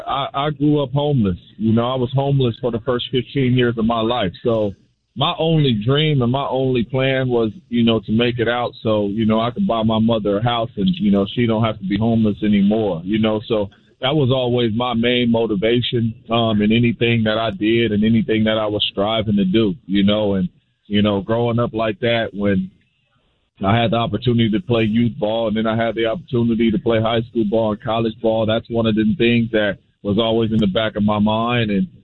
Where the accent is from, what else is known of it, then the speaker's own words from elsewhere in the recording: San Jose, California, United States; I'm a Bay Area kid. I went to San Jose State. I grew up in San Jose. I grew up a Raiders fan and all that good stuff, man.